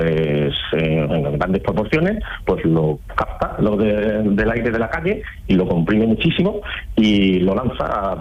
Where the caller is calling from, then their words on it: Mairena del Aljarafe, Andalusia, Spain; Pues mira, en Sevilla, concretamente en Mairena del Aljarafe.